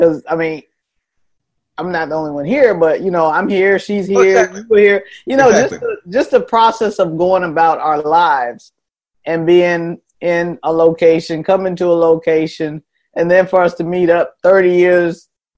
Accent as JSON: {"language": "English", "town": "Hampton", "region": "Virginia", "country": "United States", "tie": "born or raised there", "said": "growing up here in Hampton"}